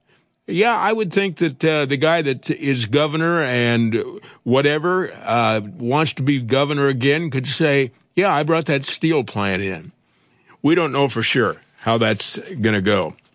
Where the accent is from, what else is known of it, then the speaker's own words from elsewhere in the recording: Iowa, United States; Plus, he's going to talk a little bit about Iowa. My home state is getting a steel plant.